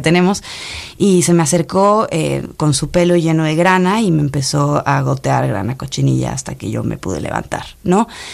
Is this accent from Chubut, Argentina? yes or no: no; Salta, Argentina; Ay, mira, yo aquí traje tierra de Salta, de mi tierra. Una tierra roja maravillosa, que es una provincia argentina.